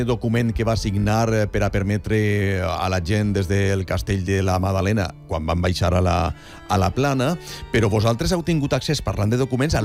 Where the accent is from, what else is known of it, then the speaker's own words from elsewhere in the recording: Alcoy, Valencian Community, Spain; jo com a alcoià